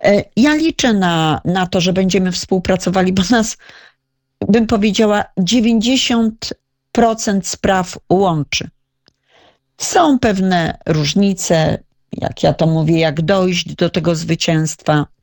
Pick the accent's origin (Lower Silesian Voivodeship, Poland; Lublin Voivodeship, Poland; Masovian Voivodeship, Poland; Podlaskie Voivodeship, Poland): Masovian Voivodeship, Poland; Radom; Ja tutaj pochodzę z Radomia